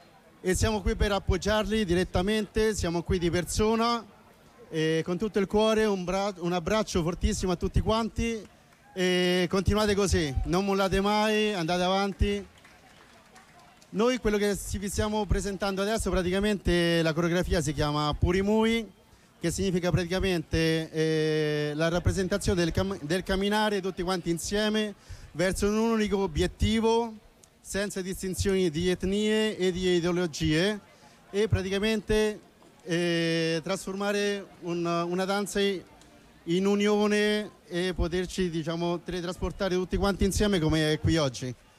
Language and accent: Italian; Ecuador; now in Rome, Italy; Sono il rappresentante del gruppo Difusión Cultural Andina Jumandi in Roma. Siamo dell'Ecuador, sono 13 anni che noi praticamente veniamo qua